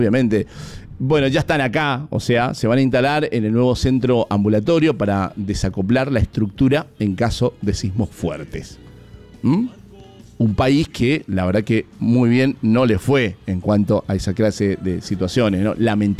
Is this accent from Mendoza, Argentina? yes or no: yes; Mendoza, Argentina; nos tendrá a nosotros como mendocinos